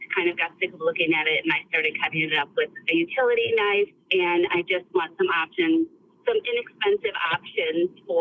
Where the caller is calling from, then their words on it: Tucker, Georgia, United States; I'm calling from Tucker, Georgia.